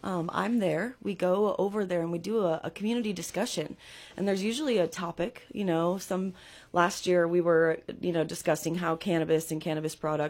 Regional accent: Nevada County, California, United States; when we were young, growing up in Nevada County

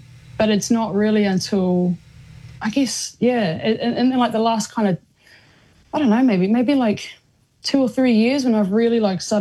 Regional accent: New Zealand; born or raised there

